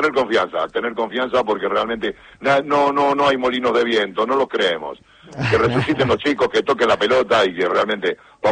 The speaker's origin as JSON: {"language": "Spanish", "country": "Argentina", "lives_now": "Spain", "said": "mis hijos nacieron aquí, todo. pero evidentemente Argentina sobre todo. Yo soy argentino y muero por Argentina."}